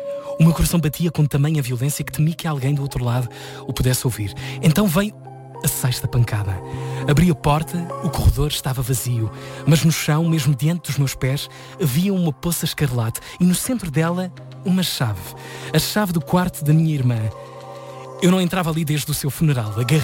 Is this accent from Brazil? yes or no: no; Azores, Portugal; Vim dos Açores, está tudo mais ou menos explicado.